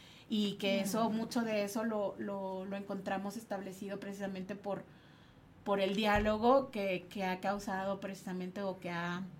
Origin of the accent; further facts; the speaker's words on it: Chihuahua, Mexico; moved away; Nosotros somos originarios de Chihuahua.